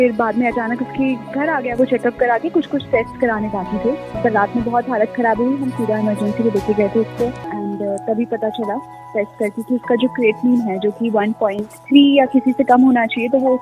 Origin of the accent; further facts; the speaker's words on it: Assam, India; born there; now in Bangalore, India; But मेरे father air force में थे तो मेरा जन्म आसाम में हुआ था और मैं डिफरेंट डिफरेंट स्टेट्स में बड़ी हुई हूँ।